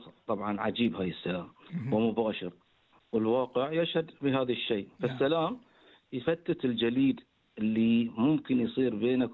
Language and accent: Arabic; Bahrain; إذاعة البحرين وإذاعة مملكتنا الغالية